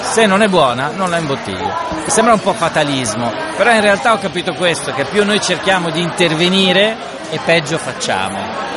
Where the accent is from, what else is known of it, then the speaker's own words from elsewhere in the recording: Trentino-Alto Adige, Italy; moved away as an adult; also born or lived in Rome; now in Tuscia, Lazio, Italy; sono nato in Alto Adige e ci ho vissuto fino ai 18-19 anni e poi sono andato a studiare fuori e quasi non sono più tornato. Ho fatto ancora un piccolo periodo lì, ma sono ormai più di 25 anni che sono nel Lazio